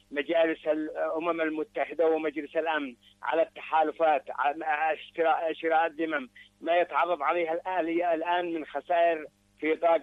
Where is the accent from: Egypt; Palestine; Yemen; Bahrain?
Yemen; كما تحدثت المسؤولون عندنا في صنعاء